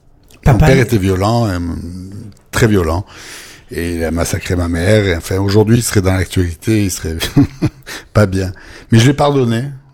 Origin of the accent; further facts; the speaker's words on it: Marseille, Provence-Alpes-Côte d'Azur, France; born there; Je suis né à Marseille.